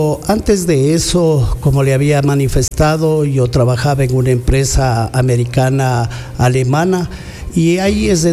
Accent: Riobamba, Chimborazo, Ecuador; born there; moved away as an adult; now in Zamora, Ecuador; Yo nací en Riobamba y hace 35 años vine a prestar mis servicios aquí en esta ciudad.

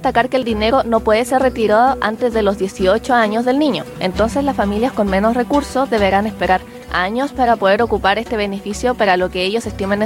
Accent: Chile; llamó mucho la atención, por lo menos como chilenos

